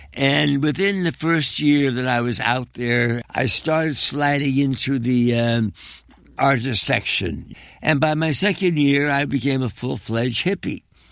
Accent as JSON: {"language": "English", "region": "East Coast", "country": "United States", "tie": "born or raised there"}